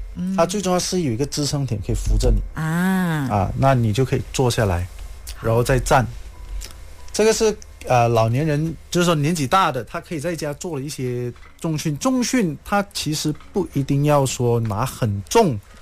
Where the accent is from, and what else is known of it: Malaysia